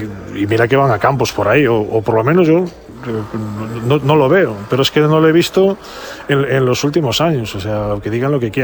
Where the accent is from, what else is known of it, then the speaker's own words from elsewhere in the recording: Santiago de Compostela, Galicia, Spain; born there; nací aquí, jugué aquí, soy de aquí. Entrené aquí, ¿qué quieres que te diga? Yo soy de Santiago.